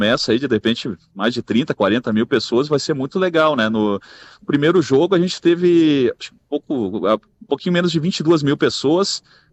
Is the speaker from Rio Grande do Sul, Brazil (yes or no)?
yes; Rio Grande do Sul, Brazil; a galera sabe, eu sou lá do Rio Grande do Sul e tudo